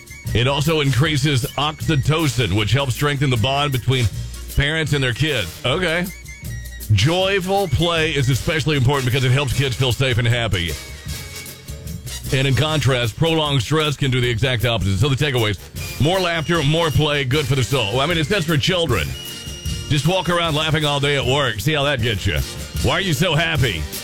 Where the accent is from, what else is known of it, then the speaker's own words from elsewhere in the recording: Kentucky, United States; So I know I'm from Kentucky, but I think I can do that math.